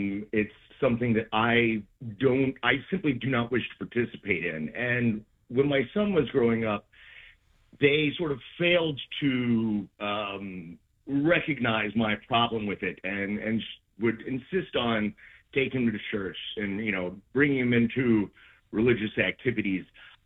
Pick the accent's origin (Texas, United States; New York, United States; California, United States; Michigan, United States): New York, United States; Brooklyn; now in Chattanooga, United States; Yes. I'm originally from Brooklyn, but I'm stuck down here, not to my own decision at the moment.